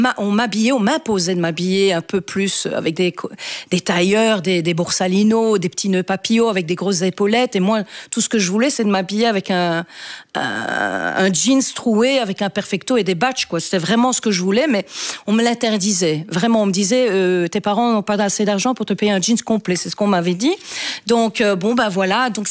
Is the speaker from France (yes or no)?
no; Liège, Wallonia, Belgium; now in Flanders, Belgium; Je retourne régulièrement voir ma famille à Liège